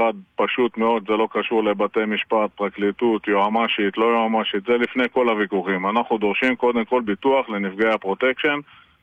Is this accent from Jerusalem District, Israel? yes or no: no; Metula, Northern District, Israel; אני גדלתי במטולה. אני בן למשפחה שחיה במטולה רק 130 שנה.